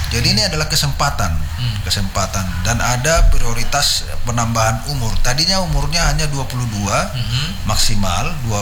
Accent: Medan, North Sumatra, Indonesia; moved away as an adult; now in East Kalimantan, Indonesia; seperti saya juga orang Medan

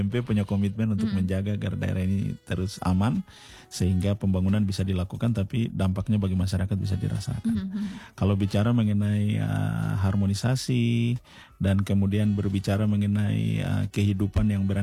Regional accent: Fakfak, West Papua, Indonesia; Jadi kebetulan kami dari Fakfak kan dari selatan juga Fakfak. Kita sudah terbiasa dengan satu batu tiga tungku dan lain sebagainya, dan itu menjadi kekayaan kita sebenarnya untuk hari ini, ya.

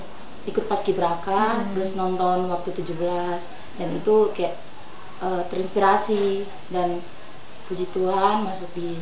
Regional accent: Atambua, Nusa Tenggara Timur, Indonesia; Dari kecil.

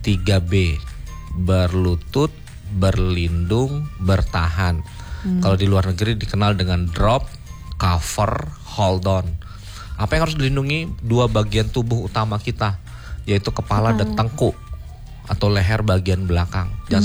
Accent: Bandar Lampung, Lampung, Indonesia; Walaupun saya orang Bandar Lampung.

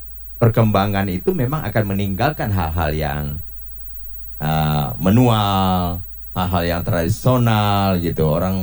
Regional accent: Kalimantan, Indonesia

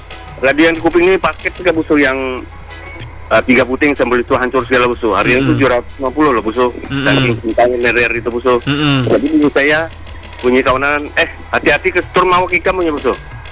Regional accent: North Sumatra, Indonesia; Dulu saya bukan, saya dari Sumatera Utara.

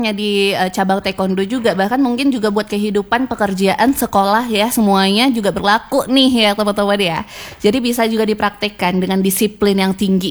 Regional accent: West Sumatra, Indonesia; Ingat aja kita sebagai orang Minang aja itu punya katonan ampe gitu kan.

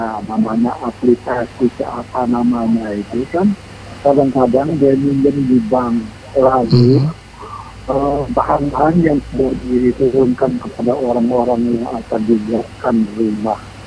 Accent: Tenggangan, Indonesia; Ini teman saya di Sekranti, saya ini dari Tenggangan.

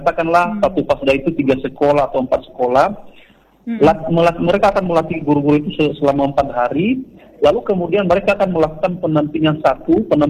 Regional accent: Nias, North Sumatra, Indonesia; kita fasilitator produk asli dari Nias ini tidak kalah baik

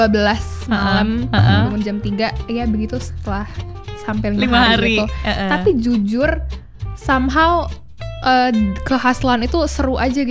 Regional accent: West Java, Indonesia; Aku juga sebenarnya Jawa Barat itu di pinggiran Jakarta.

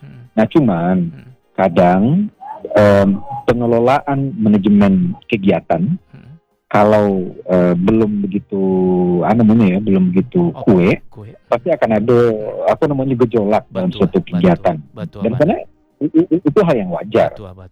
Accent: West Sumatra, Indonesia; also born or lived in Bali; kita orang Minang

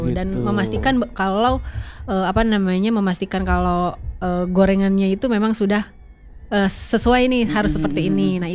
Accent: Jakarta, Indonesia; Aku asli dari Rorotan.

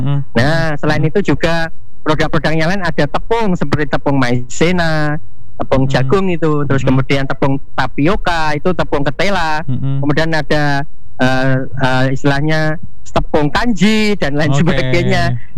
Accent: Medan, North Sumatra, Indonesia; Jadi saya dari Medan, Mas Willy.

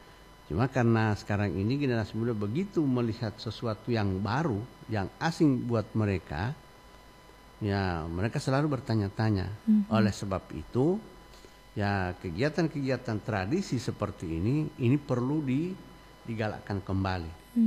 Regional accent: Gorontalo, Indonesia; identitas kesukuan kita sebagai orang Gorontalo

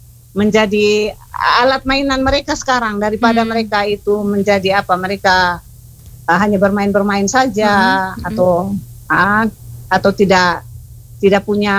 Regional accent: Manggarai, East Nusa Tenggara, Indonesia; kita adalah orang Manggarai yang punya identitas

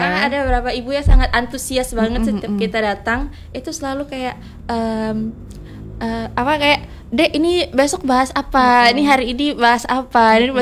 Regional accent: Pontianak, West Kalimantan, Indonesia; kalau kita itu orang Pontianak lah, kayak uh-huh. bisa kalau saya kan hidupnya lama di sini ya kak.

